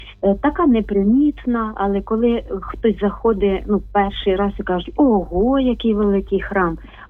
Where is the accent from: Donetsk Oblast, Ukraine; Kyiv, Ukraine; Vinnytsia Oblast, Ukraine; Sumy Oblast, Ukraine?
Vinnytsia Oblast, Ukraine; Murafa; now in Vinnytsia, Ukraine; Вітання з Вінниці, так, моя, можна сказати, рідна парафія. Так, я родом з Мурафи, Мурафської парафії, але вже довгі роки у Вінниці.